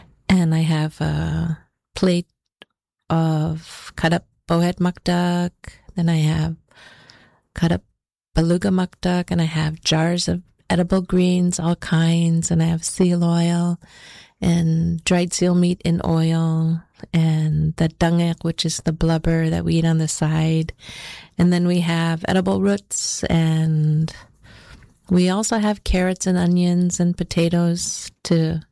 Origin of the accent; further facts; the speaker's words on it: Utqiagvik, Alaska, United States; My mom is from the Nome region. She was born in Shishmaref, where my family's from, and I grew up in the Arctic in Utqiagvik, which is Barrow.